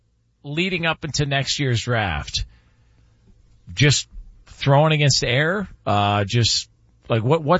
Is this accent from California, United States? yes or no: yes; Riverside, California, United States; Said, where are you guys from? I said, Riverside. That's where we're from.